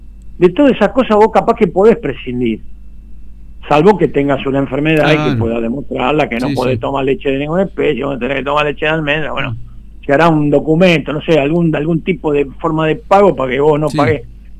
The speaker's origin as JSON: {"language": "Spanish", "country": "Argentina"}